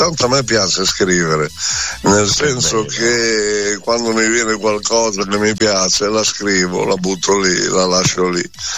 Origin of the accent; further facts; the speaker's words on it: Bologna, Emilia-Romagna, Italy; born there; Mio papà poi venne a Bologna, incontrò mia madre, io sono nato a Bologna, però